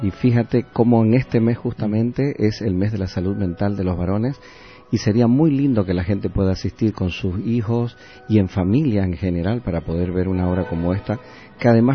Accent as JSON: {"language": "Spanish", "town": "Santa Cruz de la Sierra", "region": "Santa Cruz", "country": "Bolivia", "said": "el lema que nosotros tenemos como cruceño, es ley del cruceño, la hospitalidad."}